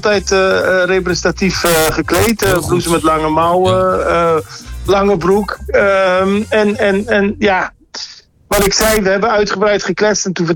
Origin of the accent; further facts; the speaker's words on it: Tilburg, North Brabant, Netherlands; Ik kom uit Tilburg en wij keken ook wel een beetje neer op mensen uit Eindhoven.